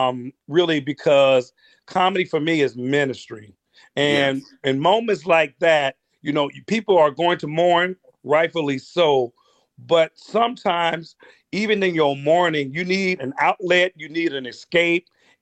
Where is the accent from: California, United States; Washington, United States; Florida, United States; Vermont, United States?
California, United States; Oakland; Now, I grew up in Oakland and my daddy's a preacher.